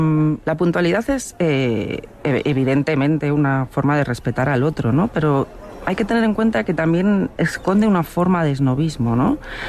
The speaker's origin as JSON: {"language": "Spanish", "town": "Ponferrada", "region": "Castile and León", "country": "Spain", "said": "y además que yo soy una parvenu de Ponferrada."}